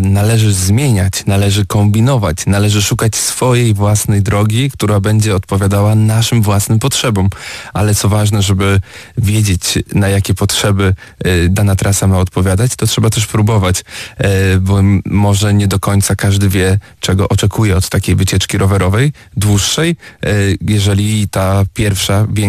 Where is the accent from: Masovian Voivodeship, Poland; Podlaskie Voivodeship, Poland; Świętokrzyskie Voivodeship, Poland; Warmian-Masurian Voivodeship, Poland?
Warmian-Masurian Voivodeship, Poland; moved away as an adult; also born or lived in Gdańsk; w Gdańsku od razu po studiach. Zostaliśmy tam na 10-13 lat. Pochodzimy oboje z Mazur.